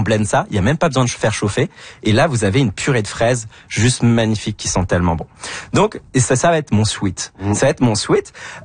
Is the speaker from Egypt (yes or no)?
no; France